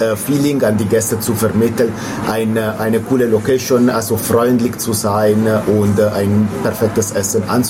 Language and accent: German; Apulia, Italy; now in Nuremberg, Germany; Ich komme selbst aus Italien, genau gesagt Apulien.